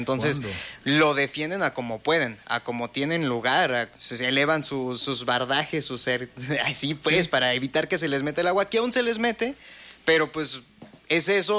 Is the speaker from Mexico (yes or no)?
yes; Mexico; Como los mexicanos, nos la rifamos, hombre.